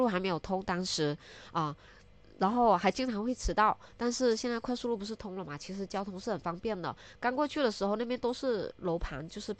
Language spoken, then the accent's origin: Chinese; Hainan, China; now in Haikou, China; 所以我觉得我是一个代表，就是海口的，不是海口本地人，我是海南的本地人。然后在海口最热闹的主城区，搬到西海岸去住